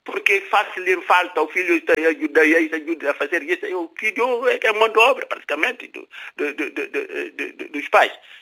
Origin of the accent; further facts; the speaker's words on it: Guinea-Bissau; Portuguese is a second language; E nós, da Guiné